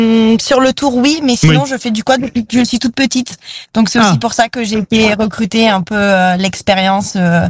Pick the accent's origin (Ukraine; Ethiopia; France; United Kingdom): France; Brioude, Auvergne-Rhône-Alpes; Exactement, oui. Enfin, je suis originaire de Brioude, donc pas très très loin du Luron.